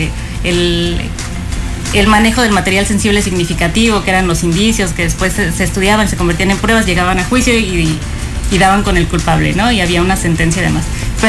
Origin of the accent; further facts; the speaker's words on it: Puebla, Mexico; yo soy de Puebla, la ciudad o la cultura y la sociedad poblana es un poco más conservadora y más tradicional.